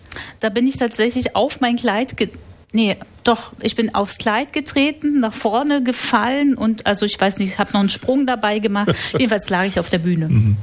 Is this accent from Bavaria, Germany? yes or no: no; Spremberg, Brandenburg, Germany; Also einmal kann man mich in meiner alten Heimat hören, verbunden mit einem Fantreffen am 10. August in Spremberg.